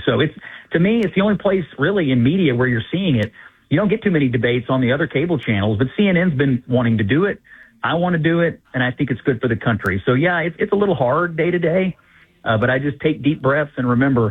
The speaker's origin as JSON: {"language": "English", "region": "Kentucky", "country": "United States", "said": "Well, I'm from Kentucky, first of all, and my first broadcasting jobs were as a teenager. I worked in a small town radio in West Kentucky when I was in high school"}